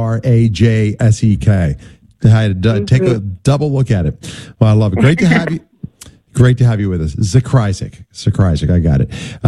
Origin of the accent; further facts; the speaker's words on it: Pennsylvania, United States; the Pennsylvania is my home state. I was born and raised outside of the Philadelphia area.